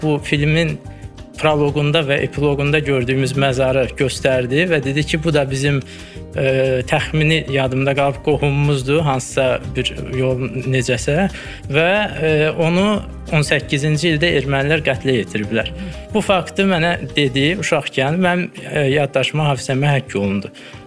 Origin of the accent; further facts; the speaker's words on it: Baku, Azerbaijan; born there; 1993-cü ildə Bakıda anadan olmuşam